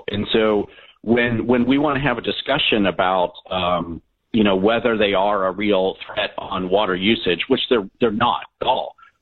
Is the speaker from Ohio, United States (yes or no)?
yes; Ohio, United States; So I remember growing up in Northeast Ohio, there was this idea of energy production that would be coming there. And this was very exciting in Northeast Ohio